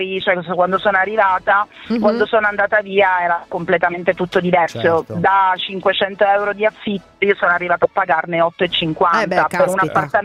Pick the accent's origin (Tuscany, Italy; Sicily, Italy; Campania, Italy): Sicily, Italy; now in Lombardy, Italy; rientrare in Italia, non nella regione dalla quale provengo, mi sono trasferita in Lombardia, perché sono siciliana.